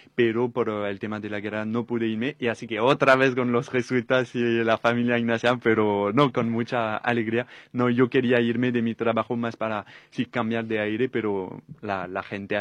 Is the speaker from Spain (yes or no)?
no; Paris, Île-de-France, France; Y sí, yo soy de siempre viviendo en París. Yo puedo decir soy un titi parisien, es tipo un poco el apodo de los que siempre vivieron en París.